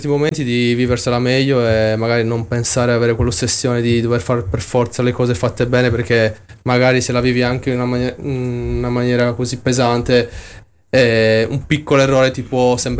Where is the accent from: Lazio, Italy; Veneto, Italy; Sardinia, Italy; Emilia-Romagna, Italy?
Sardinia, Italy; moved away as an adult; sono un sardo atipico. Ed è vero, mi ci rivedo, perché come ho detto, quando sono uscito a Cagliari volevo subito fare un'esperienza fuori